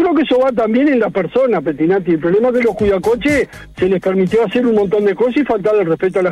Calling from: Maldonado, Uruguay; de Maldonado.

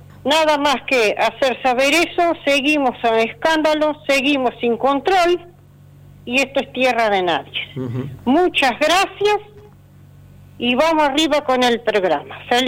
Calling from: Uruguay; Una vecina de acá de Plaza Independencia.

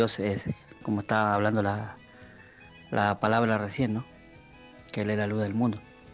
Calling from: Garín, Buenos Aires Province, Argentina; de Garín.

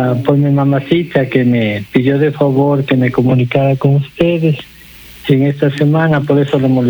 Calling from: Ambato, Tungurahua, Ecuador; Me estoy llamando desde Miñarica 2, mi estimado amigo.

